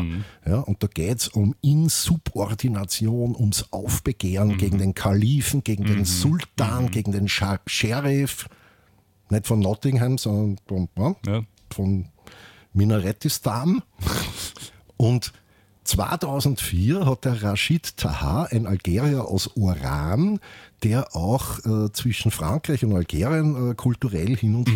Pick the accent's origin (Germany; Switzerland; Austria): Austria; Ja, nein, Österreich, wie wir zuerst gesagt haben, wir sind Österreicher.